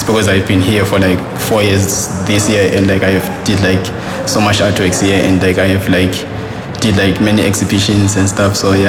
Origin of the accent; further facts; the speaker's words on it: Zimbabwe; now in Ireland; Originally, I'm from Zimbabwe, but now I'm living in Mill Street, Quantico.